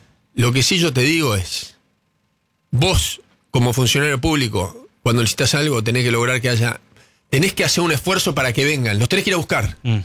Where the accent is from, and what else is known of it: Argentina